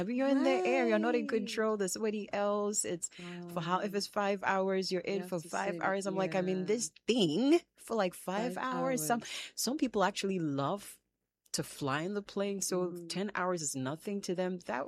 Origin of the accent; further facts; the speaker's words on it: Dansoman, Greater Accra, Ghana; So I grew up in Dansoman.